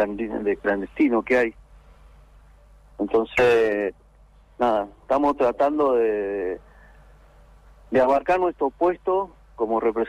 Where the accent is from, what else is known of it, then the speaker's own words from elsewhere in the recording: Chubut, Argentina; yo soy de Chubut y lucho por Chubut.